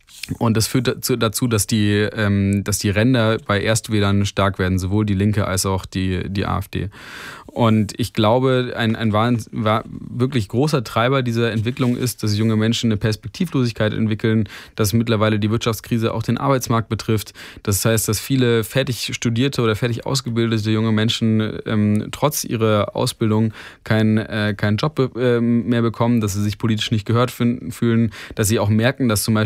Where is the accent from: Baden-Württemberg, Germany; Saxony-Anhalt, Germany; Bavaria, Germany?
Baden-Württemberg, Germany; Also ich komme jetzt aus Baden-Württemberg